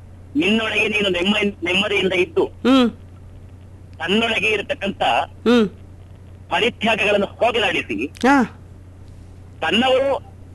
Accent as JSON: {"language": "Kannada", "area": "Kodagu", "region": "Karnataka", "country": "India", "moved": "as an adult", "said": "ನನ್ನ ಕೊಡಗಿನಲ್ಲಿ ಬರತಕ್ಕಂತ ಆಹಾರ ಎಲ್ಲಿ ಸಿಗಲಾರದು"}